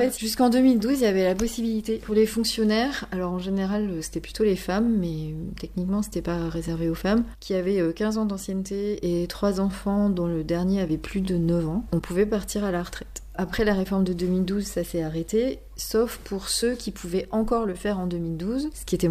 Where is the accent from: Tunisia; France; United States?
France; Paris, Île-de-France; moved away as an adult; now in Toulouse, France; Je suis parisienne et j'habite à Toulouse depuis 95, donc j'ai quasiment passé plus de temps à Toulouse qu'à Paris.